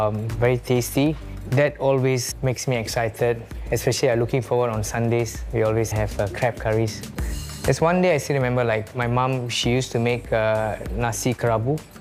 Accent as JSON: {"language": "English", "region": "Penang", "country": "Malaysia", "moved": "yes", "lives_now": "Singapore", "said": "Actually, I'm from Penang. My grandparents are from Chettinad region in South India."}